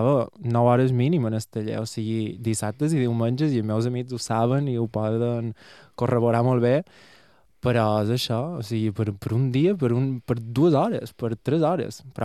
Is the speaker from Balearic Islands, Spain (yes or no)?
yes; Porto Colom, Balearic Islands, Spain; Era allà on jo soc de Porto Colom i vaig molt a Sallà